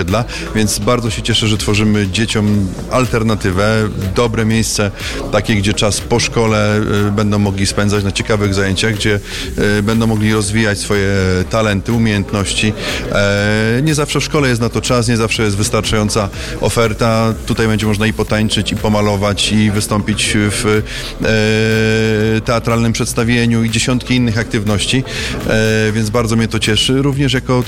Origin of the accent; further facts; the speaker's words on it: Opole, Opole Voivodeship, Poland; wychowałem się jako dzieciak na tym osiedlu, nie tylko jako dzieciak, ale pamiętam ten czas, kiedy tutaj biegałem pomiędzy korytarzami na blokowisku